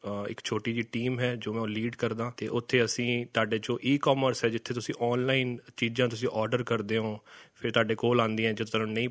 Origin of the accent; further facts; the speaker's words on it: Bathinda, Punjab, India; moved away as an adult; also born or lived in Chandigarh; now in Bangalore, India; ਬਠਿੰਡਾ ਹੀ ਮੈਂ ਪੈਦਾ ਹੋਇਆ, ਉਸ ਤੋਂ ਬਾਅਦ ਮੇਰੀ ਸਕੂਲਿੰਗ ਵਗੈਰਾ ਸਭ ਬਠਿੰਡੇ ਦੀ ਹੈ। ਮੈਂ ਆਪਣੇ ਮੋਮ ਡੈਡ ਨਾਲ ਰਹਿੰਦਾ, ਮੇਰੀਆਂ ਸਿਸਟਰਸ ਹੈ ਉਹ ਬਾਹਰ ਸੈਟਲਡ ਹੈ। ਮੇਰੀ ਜੋ ਕਾਲਜ ਰਿਹਾ ਮੇਰਾ ਉਹ ਚੰਡੀਗੜ੍ਹ ਤੋਂ ਰਿਹਾ, ਔਰ ਪਿਛਲੇ 8 ਸਾਲ ਤੋਂ ਮੈਂ ਬੈਂਗਲੌਰ ਦੇ ਵਿੱਚ ਕੰਮ ਕਰ ਰਿਹਾ।